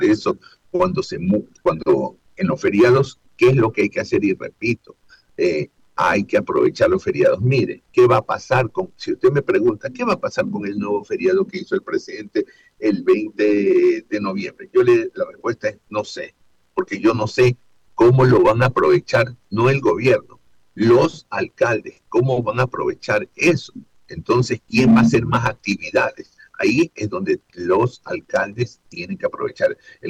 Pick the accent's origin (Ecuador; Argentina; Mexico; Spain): Ecuador